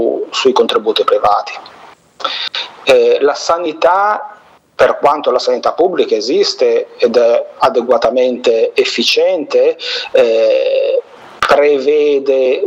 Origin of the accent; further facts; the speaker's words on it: Savignone, Liguria, Italy; moved away as an adult; also born or lived in Genoa; dei posti dove sono cresciuto, quindi la Valle Scrivia, Savignone, il mio paese, ma anche la stessa città di Genova.